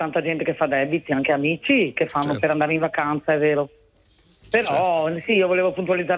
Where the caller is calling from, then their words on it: Treviso, Veneto, Italy; io sono di Treviso.